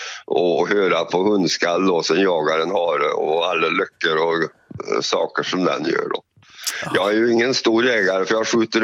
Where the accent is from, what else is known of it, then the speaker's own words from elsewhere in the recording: Västra Götaland County, Sweden; moved away as an adult; now in Storuman, Sweden; nej, jag bor här nu, jag är skriven här, men jag åker ner till Dalsland två gånger om året då, för jag är från Dalsland.